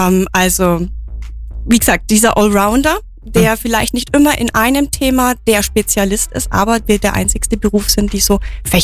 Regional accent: Sonthofen, Bavaria, Germany; wir sind dort groß geworden

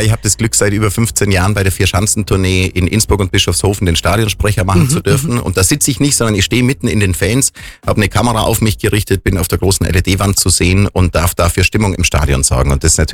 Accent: Oberstaufen, Bavaria, Germany; Dort, mein Heimatort, wohne ich auch bis heute sehr, sehr gern.

